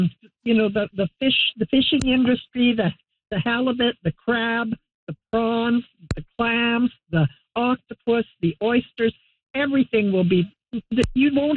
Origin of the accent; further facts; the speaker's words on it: British Columbia, Canada; I was born and raised on Haida Gwaii